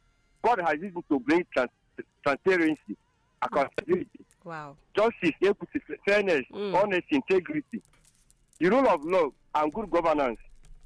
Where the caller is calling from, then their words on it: Olo, Enugu State, Nigeria; I'm from Olo.